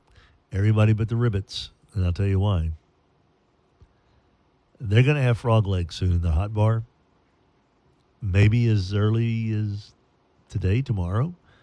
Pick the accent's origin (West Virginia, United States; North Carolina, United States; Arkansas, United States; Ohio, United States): Arkansas, United States; I grew up in Arkansas with cousins that live on Bayou Bartholomew.